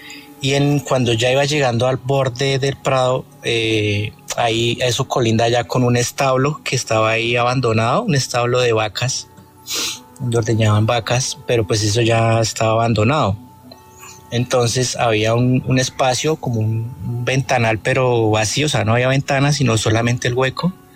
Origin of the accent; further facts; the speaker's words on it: Tabio, Cundinamarca, Colombia; Eso fue en el año 2011, en Tabio. Yo soy de Tabio.